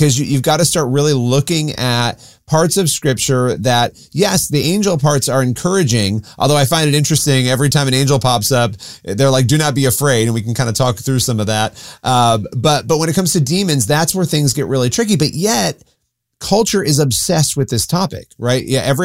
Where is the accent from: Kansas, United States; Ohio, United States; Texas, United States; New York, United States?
New York, United States; Rochester; now in Westchester, United States; Well, so I live in Westchester, so I live, quote unquote, upstate right now, but I actually grew up in Rochester where you went to school. I grew up just outside of Rochester.